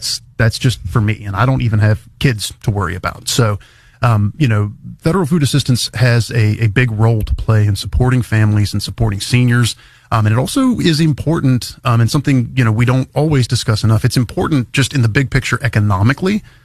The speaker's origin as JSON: {"language": "English", "area": "Randolph County", "region": "West Virginia", "country": "United States", "said": "I'm originally from Randolph County."}